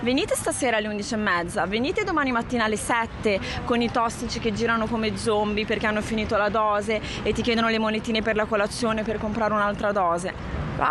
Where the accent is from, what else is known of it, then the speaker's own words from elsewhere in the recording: Genoa, Liguria, Italy; io sono nata e cresciuta a Genova. Ho fatto tutta la mia gioventù nei vicoli, Piazza delle Erbe.